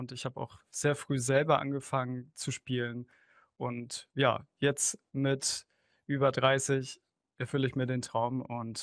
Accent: Schwerin, Mecklenburg-Vorpommern, Germany; Ich komme aus Schwerin in Mecklenburg-Vorpommern

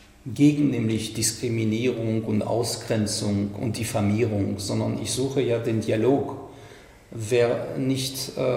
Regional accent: France; Ich komme aus Frankreich. Mir ist es sehr wichtig.

